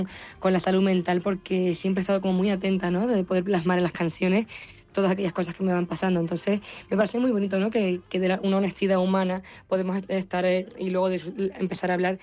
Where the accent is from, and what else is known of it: Canary Islands, Spain